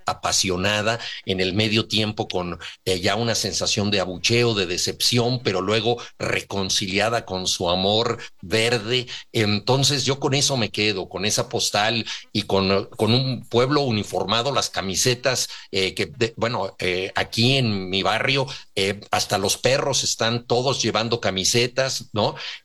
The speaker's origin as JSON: {"language": "Spanish", "country": "Mexico", "said": "yo como buen mexicano"}